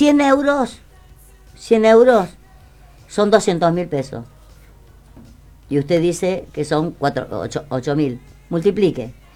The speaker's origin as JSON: {"language": "Spanish", "country": "Argentina", "said": "si hay algo en que somos buchones, somos los argentinos."}